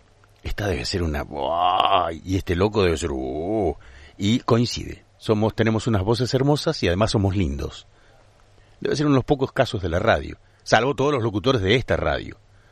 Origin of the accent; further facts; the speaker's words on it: Argentina; Yo soy argentino